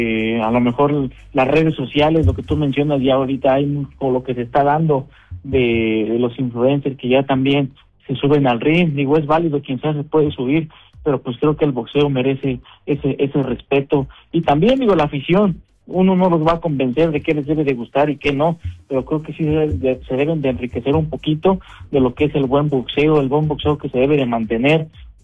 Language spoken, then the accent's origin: Spanish; San Mateo Atenco, State of Mexico, Mexico; Así es, somos de San Mateo Atenco, la tierra del calzado, representando orgullosamente, como en su momento lo hizo Bernardo Segura, quien ganó esa medalla para México.